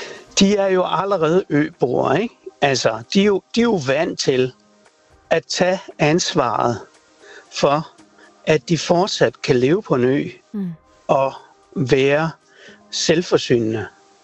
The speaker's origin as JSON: {"language": "Danish", "area": "Stevns", "region": "Zealand", "country": "Denmark", "said": "Altså nu kommer jeg selv fra Stævns på den østre side af Tryggevælde Å"}